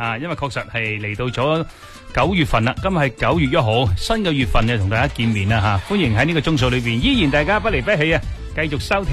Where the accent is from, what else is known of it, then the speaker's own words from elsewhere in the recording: Guangdong, China; 我哋广东人